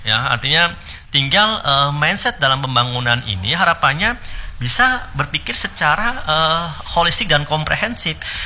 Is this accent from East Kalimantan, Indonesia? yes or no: yes; Samarinda, East Kalimantan, Indonesia; Saya lahir di Samarinda, Pak. Jadi ya. Okay. Besar di Samarinda karena kakek nenek saya transmigrasi pertama di Palaran, Pak.